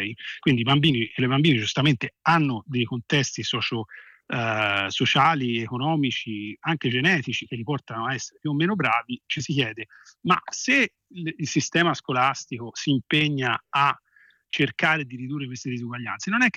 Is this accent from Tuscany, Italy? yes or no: yes; Florence, Tuscany, Italy; io sono diciamo insegno a Firenze, sono di Firenze